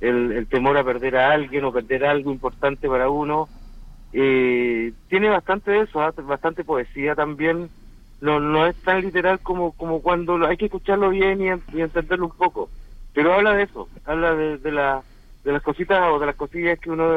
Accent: Copiapó, Atacama, Chile; now in La Serena, Chile; Yo estoy llegando acá del norte, soy de Copiapó, tercera región, de Atacama, y estoy viviendo en este momento aquí en la ciudad de La Serena.

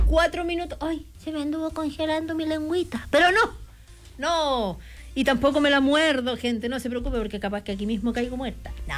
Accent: Villa O'Higgins, Aysén, Chile; ¿cómo estaba mi pueblo?

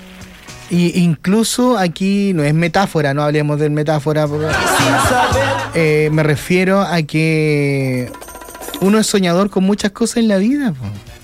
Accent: San Carlos, Ñuble, Chile; Son de San Carlos, mi tierra natal, sí.

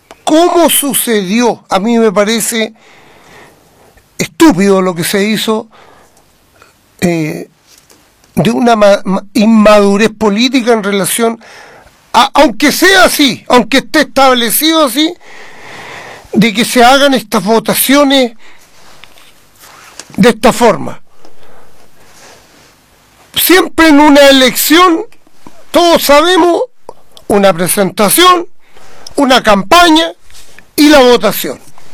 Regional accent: Colbún, Maule, Chile; yo soy chileno, ciudadano, colbunense

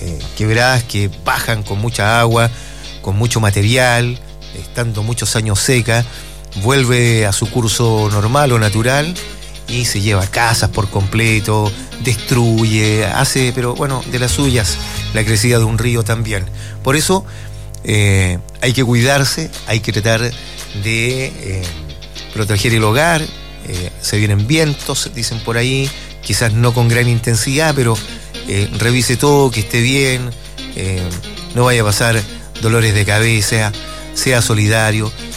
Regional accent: Chile; así somos los chilenos

